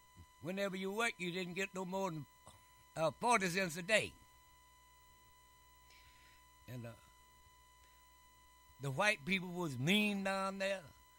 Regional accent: Valdosta, Georgia, United States; I'm from Valdosta, Georgia, about 12 miles from the line of Florida.

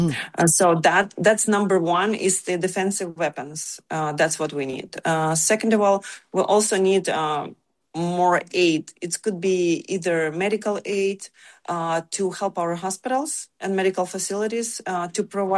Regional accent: Ukraine

